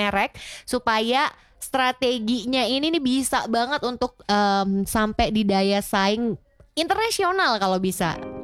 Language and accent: Indonesian; Medan, North Sumatra, Indonesia; Aku darah Sumatera, teman Pro 2, asli. Nggak kaleng-kaleng, aku juga darah Sumatera, walaupun bukan Sumatera Barat, aku Sumatera Utara, teman Pro 2. Aku anak Medan banget nih.